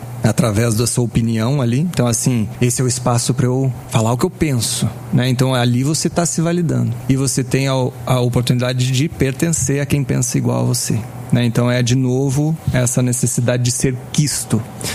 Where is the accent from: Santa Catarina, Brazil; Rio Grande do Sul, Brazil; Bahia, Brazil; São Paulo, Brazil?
Rio Grande do Sul, Brazil; born or raised there; also born or lived in Brasília